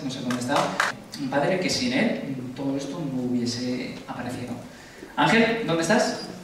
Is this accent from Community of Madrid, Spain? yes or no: yes; Madrid, Community of Madrid, Spain; Porque yo soy de Aluche, ¿cómo me matéis? Pero soy de Aluche.